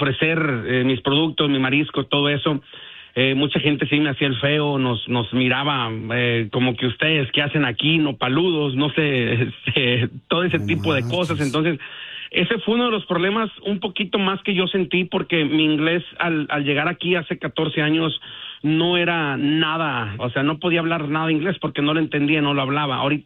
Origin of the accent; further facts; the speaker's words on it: Nayarit, Mexico; also born or lived in Sinaloa; now in United States; nosotros somos de Nayarit, del estado de Nayarit, de la parte de Tepic, parte costera también de Santiago Escuintla, Nayarit. También con familia en Sinaloa, parte de Mazatlán.